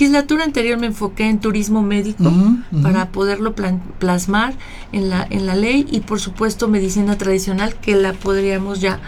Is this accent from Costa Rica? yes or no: no; Mexico; nos da un lugar importante como mexicanos